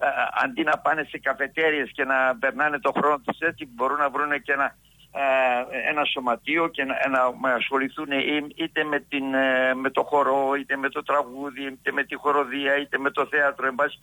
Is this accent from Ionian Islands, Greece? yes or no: no; Agios Georgios, Central Macedonia, Greece; now in Thessaloniki, Greece; από το 1962 συγκεκριμένα, όταν ήρθα στη Θεσσαλονίκη από το χωριό μου, από τον Άγιο Γεώργιο Βερίας